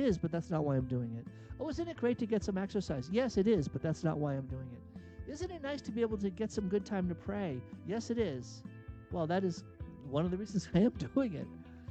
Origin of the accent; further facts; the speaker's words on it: Massachusetts, United States; now in Boise, United States; I grew up in outside of Boston